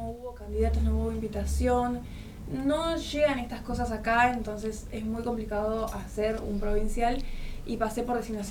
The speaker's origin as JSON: {"language": "Spanish", "town": "Reconquista", "region": "Santa Fe", "country": "Argentina", "moved": "as an adult", "lives_now": "Buenos Aires, Argentina", "said": "yo tengo 19 años, soy de Reconquista y estuve participando en este certamen que se realizó en Tucumán. Actualmente igual vivo en Buenos Aires, pero sí estoy acá representando a Santa Fe, digamos. No represento a Buenos Aires, sino a Santa Fe. Entonces voy y vengo a Reconquista para mi preparación."}